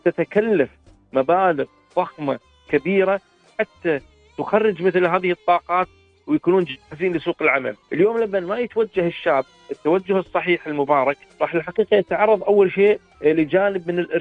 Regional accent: Kuwait; ديرتنا الحبيبة الكويت

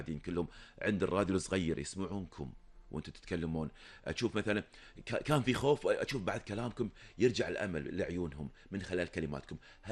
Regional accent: Kuwait

